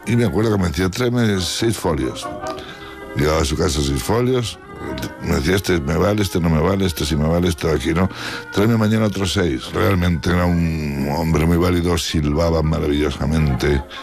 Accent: Cuenca, Castilla-La Mancha, Spain; moved away; yo soy de Cuenca

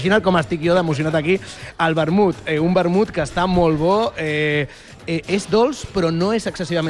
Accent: Barcelona, Catalonia, Spain; I nosaltres, com a barcelonins, som gent oberta, gent de món.

